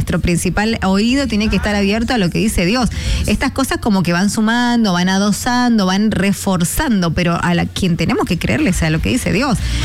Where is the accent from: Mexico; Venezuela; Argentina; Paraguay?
Argentina